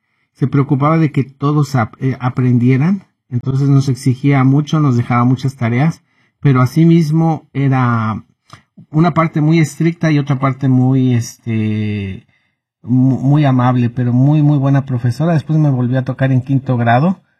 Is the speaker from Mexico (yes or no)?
yes; Mexico; somos mexicanos y somos hispanos, hispanoparlantes